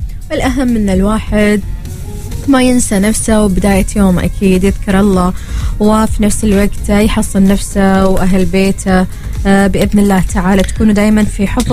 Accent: Oman; إحنا كعمانيين سنة 2020 من السنوات اللي ما راح ننساها

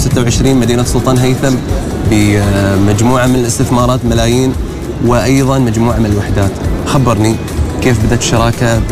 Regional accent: Oman; ترى عندنا نحن كعمانيين فينا شعور ثقة نطمن أكثر.

